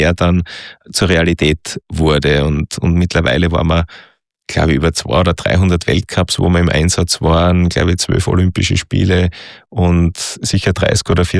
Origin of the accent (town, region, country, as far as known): Austria